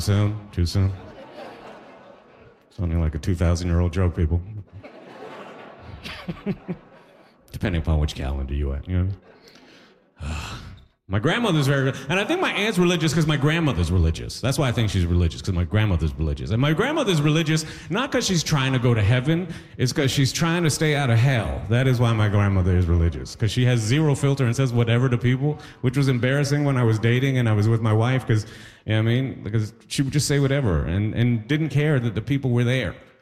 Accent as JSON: {"language": "English", "town": "Toronto", "region": "Ontario", "country": "Canada", "tie": "born or raised there", "also_born_or_lived": "Trinidad and Tobago", "said": "I grew up in Toronto, so I'm a Trini raised in captivity."}